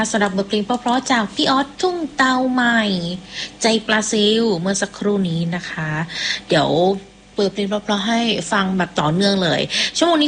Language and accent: Thai; Surat Thani, Thailand